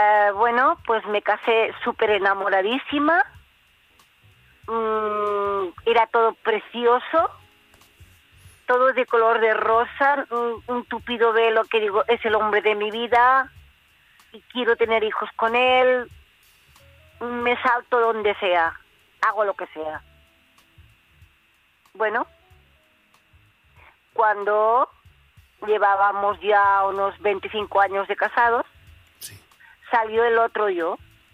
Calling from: Vilafranca del Penedès, Catalonia, Spain; Mira, que soy la corresponsal de Vilafranca del PNDES en mi provincia de Barcelona.

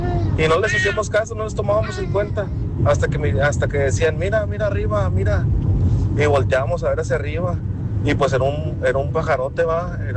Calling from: Monterrey, Nuevo León, Mexico; Yo soy de acá de Monterrey, Nuevo León.

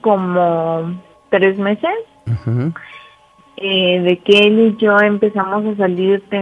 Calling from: Mexico City, Mexico; Tengo 30 años y soy de Iztapalapa.

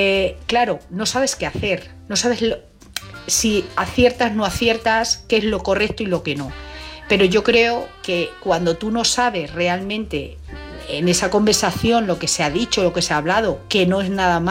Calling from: Madrid, Community of Madrid, Spain; Hola, buenas noches.

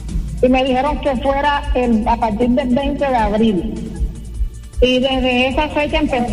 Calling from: Colombia; En Olaya, sector Carabanda

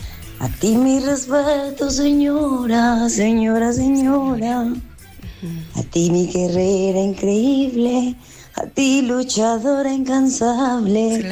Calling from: Portugal; Les habla … desde Portugal.

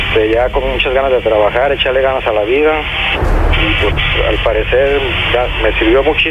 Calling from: Tonalá, Jalisco, Mexico; Hablo aquí de la colonia Los Tulipanes.

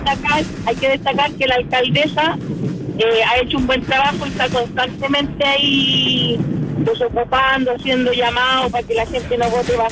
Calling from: Lo Espejo, Santiago Metropolitan Region, Chile; vengo de Los Espejos

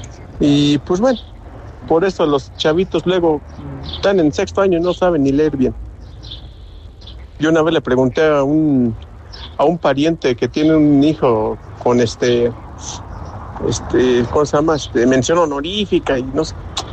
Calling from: Mexico; Estamos aquí en México

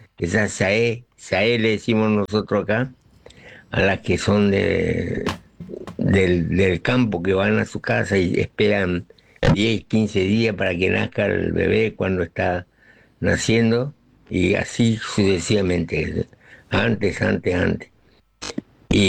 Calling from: Clorinda, Formosa, Argentina; de Clorinda, Formosa, acá en la frontera con Paraguay.

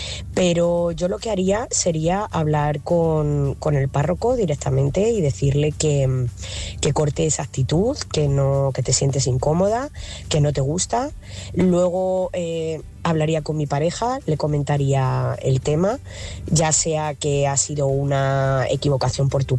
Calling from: Talavera de la Reina, Castilla-La Mancha, Spain; corresponsal de Talavera.

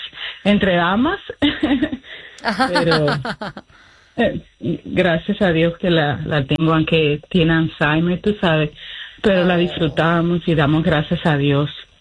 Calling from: Rhode Island, United States; yo vivo en Rhode Island

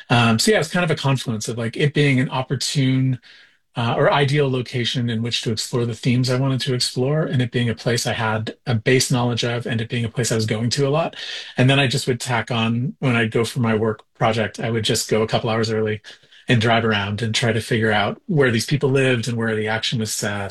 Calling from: Nova Scotia, Canada; I'm calling you from Cape Breton today.

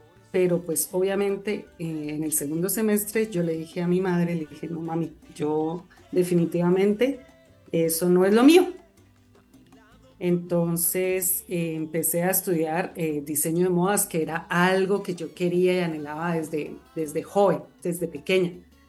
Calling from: Popayán, Cauca, Colombia; accent: southern; Sí, yo soy de aquí, de Popayán.

